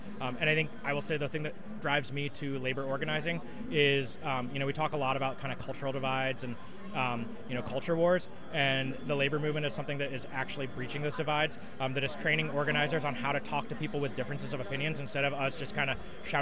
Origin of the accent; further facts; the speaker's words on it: the South, United States; moved away; I come from the South, which is a very anti-union space